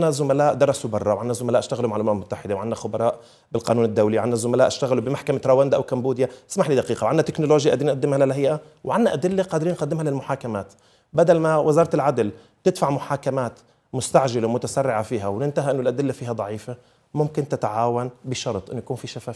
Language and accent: Arabic; Syria; من عقولنا جميعا كسوريين.